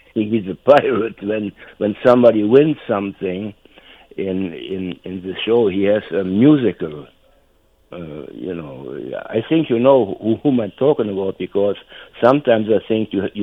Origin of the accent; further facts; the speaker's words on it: North Rhine-Westphalia, Germany; English is a second language; I grew up in North Rhine-Westphalia. That is 300 miles from Munich and 300 miles from Hamburg.